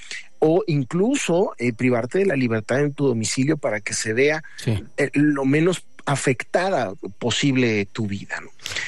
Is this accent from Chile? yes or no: no; Mexico; como mexicanos siempre somos dados a tratar de resolverlo con el primo de un amigo